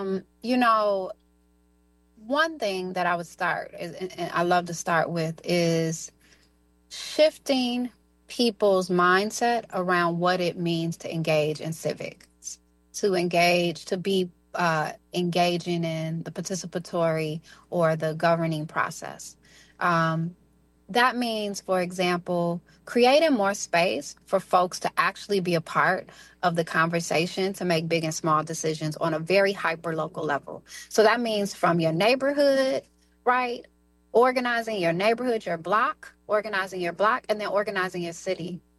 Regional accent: Jackson, Mississippi, United States; That was based in Mississippi, specifically in my hometown, Jackson, Mississippi, where since I was a child, I can remember protesting outside of the only abortion clinic in Jackson, Mississippi.

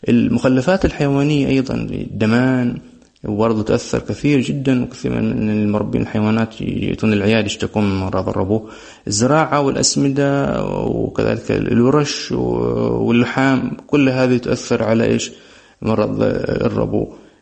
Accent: Hadhramaut, Yemen; عندنا في حضرموت بحكم من الصحراء أو الجو الجاف في الوادي والرمال والأتربة والبيئة اللي احنا نعيش فيها والزراعية والحيوانية

